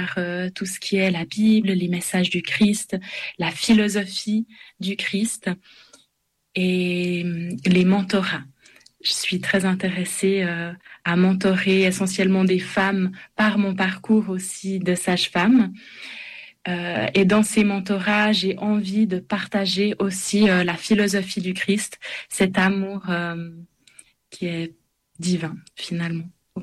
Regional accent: Switzerland; born there; Quand j'étais enfant, j'ai été à l'éveil à la foi, et puis après j'ai suivi le parcours un peu typique en Suisse, en tout cas, avec le catéchisme et tous les sacrements.

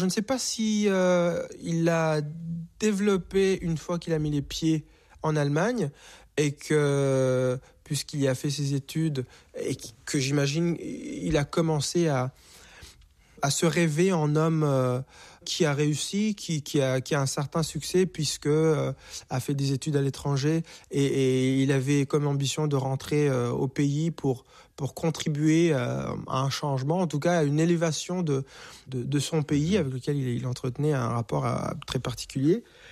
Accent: Canada; Par exemple, quand je suis aux États-Unis et qu'on me demande d'où je viens, je dis que je suis canadien.

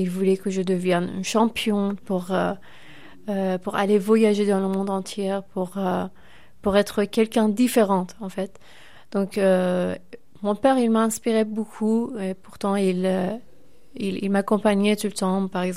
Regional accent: Iran; French is a second language; Oui, ma première fois que je suis sortie de l'Iran, j'avais seulement 8 ans et demi. Mon premier voyage, c'était en Espagne. Déjà à l'aéroport, j'ai compris que en Iran, on vit complètement, nos vies sont différentes.

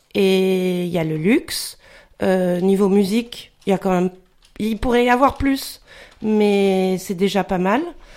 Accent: Caen, Normandy, France; moved away as an adult; also born or lived in Rennes, France; now in Johannesburg, South Africa; quand je suis partie il y a au moins 25 ans, car j'ai fait mes études à Rennes. Oui, je suis partie de Caen, clairement, parce que je trouvais ça petit, mais pas forcément en taille, plutôt en esprit.

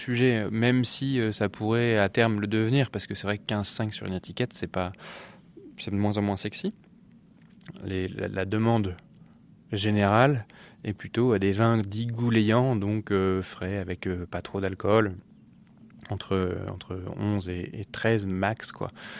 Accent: Normandy, France; je suis normand.

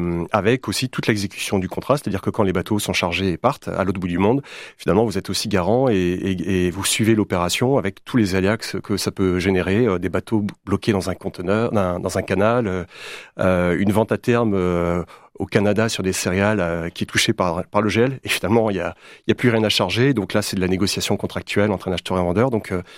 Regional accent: Brittany, France; born or raised there

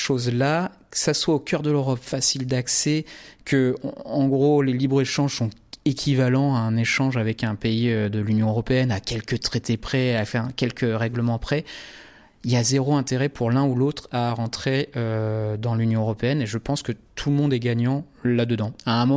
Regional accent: France; nous, on est Français

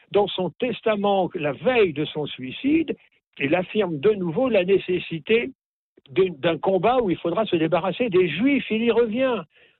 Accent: Normandy, France; C'est pas parce que je suis normand que je vous dis oui et non, mais c'est un peu ça quand même.

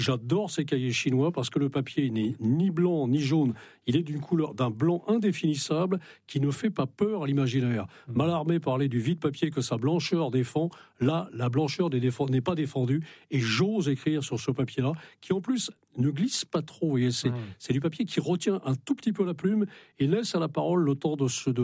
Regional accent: Brittany, France; Non, non, pas du tout, je ne suis pas breton de cœur, je suis breton.

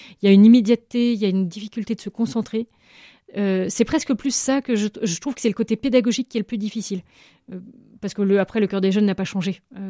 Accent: Brittany, France; moved away; j'étais contente de revenir dans ma région d'origine.

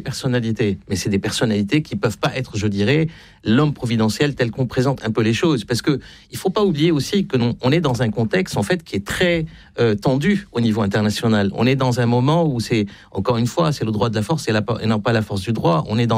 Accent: France; on a un peu manger notre chapeau aussi en tant que Français.

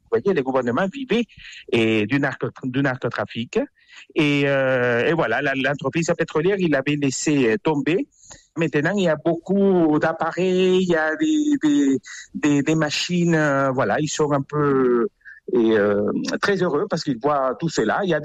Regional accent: Venezuela; moved away; J'ai quitté le Venezuela il y a plus de 20 ans. Et j'ai une sœur qui habite au Chili, j'ai des nièces qui sont aux États-Unis, en République dominicaine.

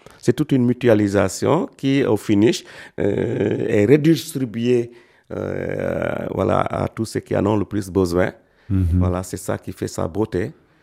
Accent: Senegal; Chez nous au Sénégal

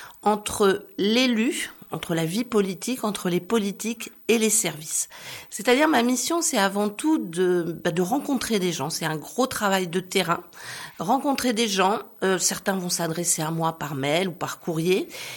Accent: La Guerche-sur-l'Aubois, Centre-Val de Loire, France; moved away as an adult; also born or lived in Tours; now in Nevers, France; je suis née à Nevers. Bien que voisine, en fait, je suis berrichonne, puisque je suis de la Guerche sur l'Aubois. Donc, j'ai fait mes études dans le Cher, puis à Tours, et je suis revenue en 1991 à Nevers

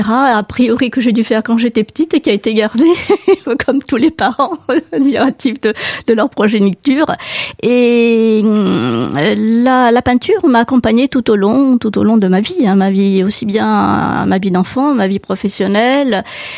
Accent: Marignana, Corsica, France; also born or lived in Ajaccio; je suis née à Ajaccio, mais j'ai passé mes 10 premières années dans mon petit village de Marignana.

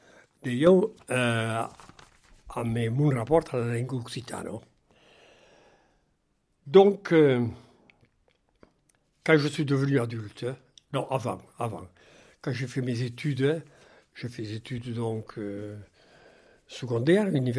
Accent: Southern France, France; accent: accent français (southern, like Cabrel or Marty); Mais je suis fier d'être un français qui a un accent. Donc, et qui est un accent français.

